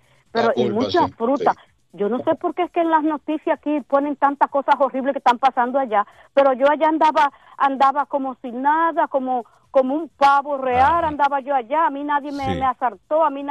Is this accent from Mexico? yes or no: no; Dominican Republic; Sí, yo soy dominicana.